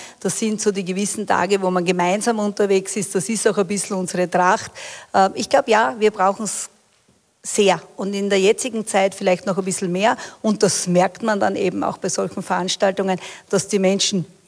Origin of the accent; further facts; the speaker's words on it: Styria, Austria; wir sind Steirerin, wir sind Steirer